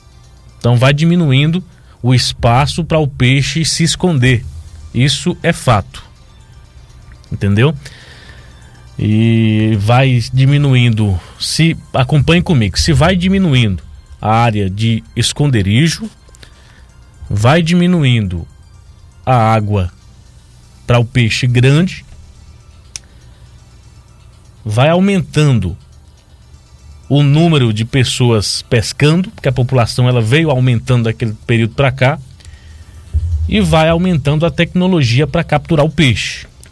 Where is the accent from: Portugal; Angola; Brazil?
Brazil; Malhada, Bahia; Lá no povoado de Serra de João Alves, município de Malhada, onde eu nasci, me criei, minha localidade natal